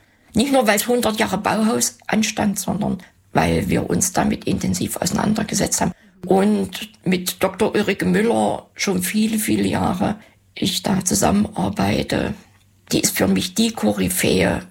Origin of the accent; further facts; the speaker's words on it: Saxony-Anhalt, Germany; also born or lived in Halle; Ich bin zwar in Halle geboren, aber im Umland aufgewachsen